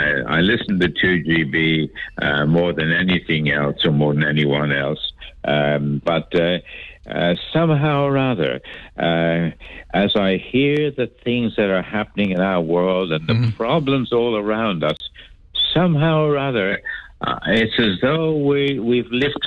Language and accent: English; New South Wales, Australia; born there; also born or lived in England; now in Marsden Park, Australia; we're here in Australia. 70 years ago, we migrated as a family to Australia from England, though I was born by accident of the war in Ireland.